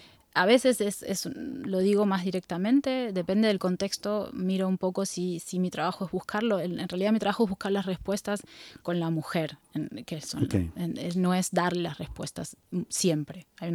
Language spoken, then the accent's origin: Spanish; Buenos Aires Province, Argentina; born or raised there